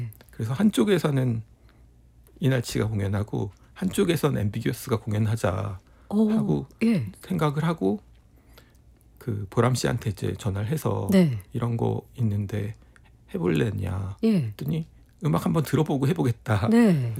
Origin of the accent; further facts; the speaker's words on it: South Korea; 한국 사람이면서